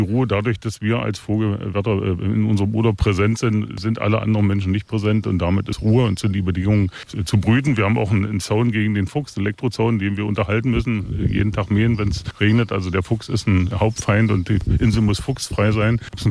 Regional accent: Saxony-Anhalt, Germany; ich komme aus Sachsen-Anhalt

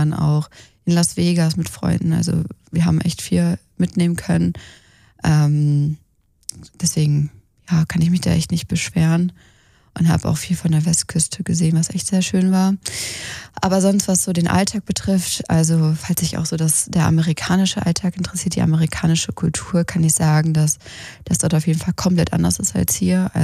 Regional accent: Germany; als Deutscher ist es auch erst ein bisschen abschreckend, weil es schon ganz anders ist als so in Deutschland.

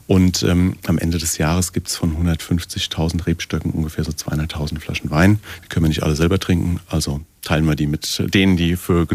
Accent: Rhineland-Palatinate, Germany; Ich bin ja an der Stadtgrenze groß geworden.

